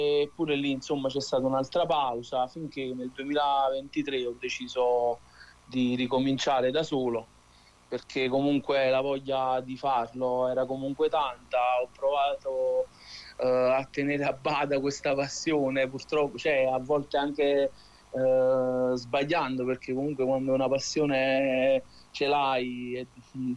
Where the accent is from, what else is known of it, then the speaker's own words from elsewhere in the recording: Cervinara, Campania, Italy; Io vengo da Cervinara, provincia di Avellino, e è un paese dove l'hip hop praticamente non esisteva